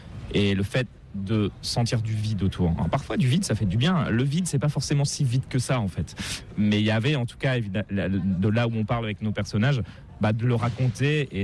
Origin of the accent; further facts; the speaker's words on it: Saint-Dizier, Grand Est, France; la ville de Saint-Dizier, de parler de la Haute-Marne, là où j'ai grandi.